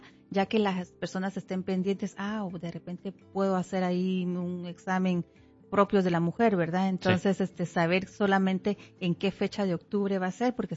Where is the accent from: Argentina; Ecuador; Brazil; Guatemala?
Guatemala; moved away; si yo vivo en Guatemala, en las elecciones pasadas, mi información está que yo vivo en Guatemala. Pero ahora vivo acá